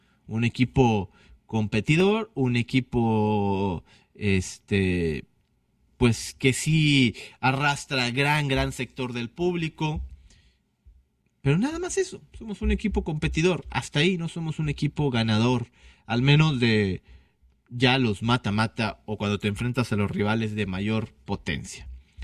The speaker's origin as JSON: {"language": "Spanish", "country": "Mexico"}